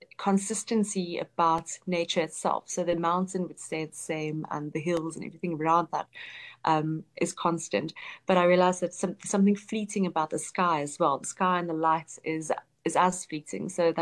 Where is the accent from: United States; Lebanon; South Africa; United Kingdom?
South Africa; Even though I grew up in South Africa, there's always that question of sense of belonging.